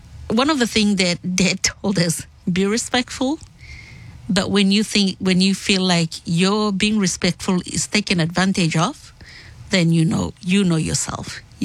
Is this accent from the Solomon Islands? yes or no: yes; Rennell and Bellona, Solomon Islands; I might be from Reynold Bellona. I might be a Polynesian, but my passport stated that I am a Melanesian because me come from the Solomon Islands.